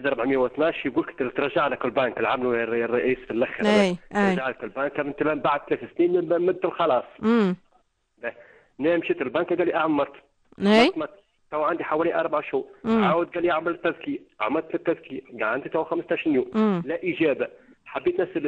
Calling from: Siliana, Tunisia; من سليانه

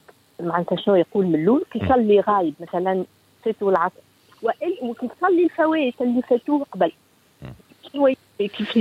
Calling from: Tunis, Tunis Governorate, Tunisia

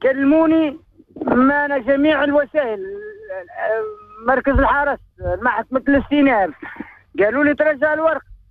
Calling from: Gafsa Governorate, Tunisia; أنا نكلم فيك من قفصة، ما خرجت، نكلم فيكم بوعمران.

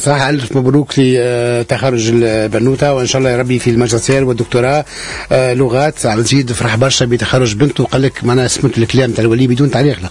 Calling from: Ben Guerdane, Medenine, Tunisia

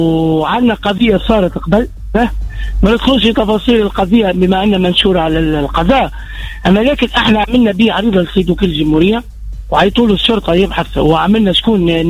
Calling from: Tunisia

